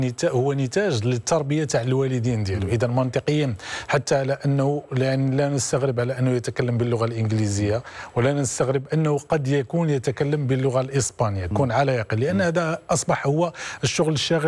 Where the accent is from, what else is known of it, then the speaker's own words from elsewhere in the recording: Morocco; نحن كمغاربة